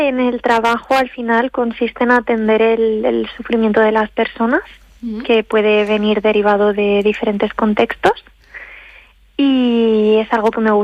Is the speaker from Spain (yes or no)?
yes; Teruel, Aragon, Spain; also born or lived in Barcelona province; No, crecí en Teruel, aquí en la capital.